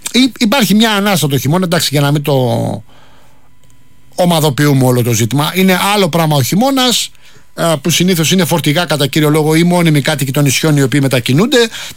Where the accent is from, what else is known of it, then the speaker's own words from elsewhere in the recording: Rafina, Attica, Greece; moved away as an adult; επειδή εμένα είναι και ο τόπος μου, να σας πω την αλήθεια. Καλά, βέβαια έχει αλλάξει και πάρα πολύ από τότε που εγώ έφυγα. Σόγαμπρος έφυγα, πήγα σε άλλη περιοχή